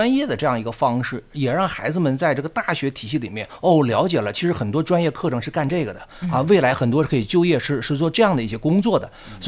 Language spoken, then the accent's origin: Chinese; Heilongjiang, China; moved away; 这个我也是黑龙江人，我也是今天早上刚刚飞到这个哈尔滨来